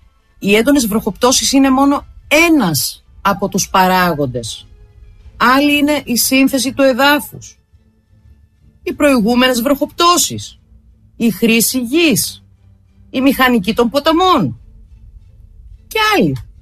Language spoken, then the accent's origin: Greek; Heraklion, Crete, Greece; εδώ στην πόλη μου, στο Ηράκλειο, έχουν φαίνεται πάρα πολλά χρόνια τώρα, έχουν μια αλλεργία στο πράσινο.